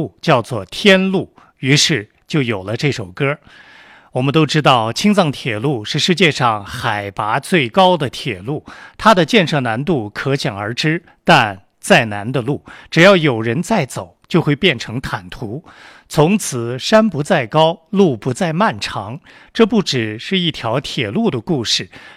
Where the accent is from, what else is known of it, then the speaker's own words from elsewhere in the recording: Xinjiang, China; 这首我们新疆人人都会唱的歌